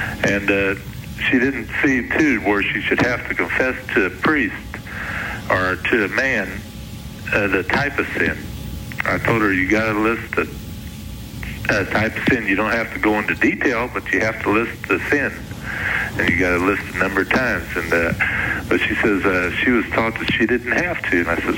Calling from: Evansville, Indiana, United States; Evansville, Indiana.

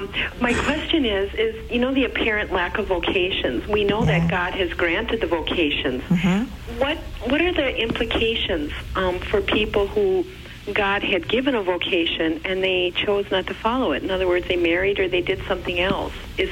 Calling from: Minnesota, United States; Minnesota.

